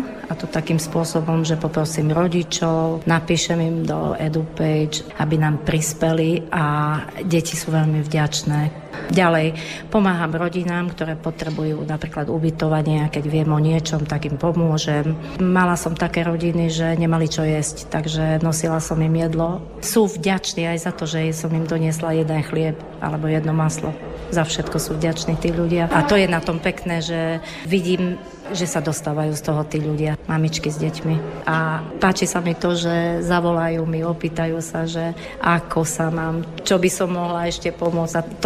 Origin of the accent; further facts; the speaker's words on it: Boťany, Košice Region, Slovakia; Sú, lebo pochádzam z jednej dedinky Boťany a tam je zase veľa Rómov